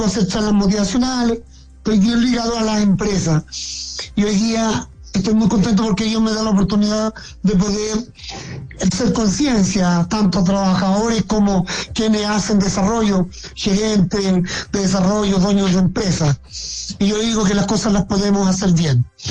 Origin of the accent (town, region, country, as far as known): Chile